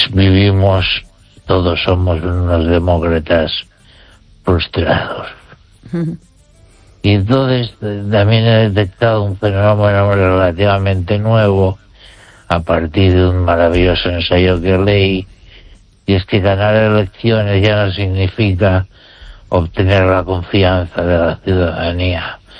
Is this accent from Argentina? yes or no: no; Spain